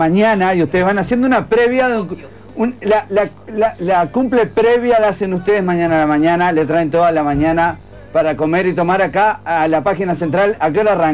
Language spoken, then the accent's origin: Spanish; Uruguay; Porque somos uruguayos